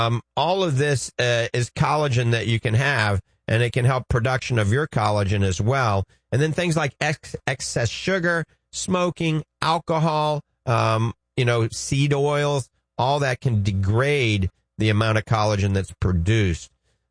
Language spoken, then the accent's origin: English; New Orleans, Louisiana, United States; accent: New Orleans; I promise, my New Orleans accent is going to come out right now.